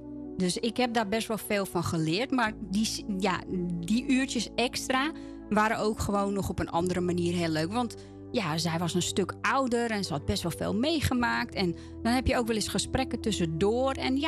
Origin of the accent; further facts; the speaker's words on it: Amsterdam, North Holland, Netherlands; je hoort het nog wel een beetje dat ik uit Amsterdam kom.